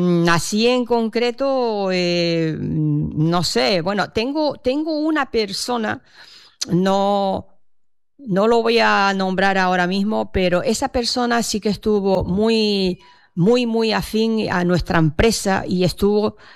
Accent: Lanzarote, Canary Islands, Spain; Pues yo aquí, soy de aquí. Ya son 50 años, ¿no?

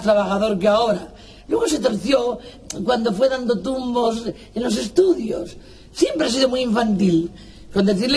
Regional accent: Castilla-La Mancha, Spain; que no soy de la capital, soy de un pueblo, de bien servida, provincia de Albacete.

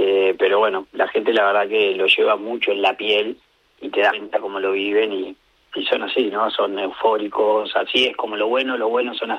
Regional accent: Uruguay; nosotros siendo uruguayos tenemos la obligación

